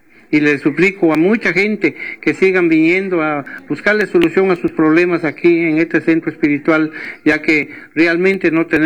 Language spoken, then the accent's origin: Spanish; Palmira Nueva, Huehuetenango, Guatemala; Sí, pues yo vengo de la aldea Palmira Nueva, La Libertad, Huehuetenango. De ahí salí hoy en la mañana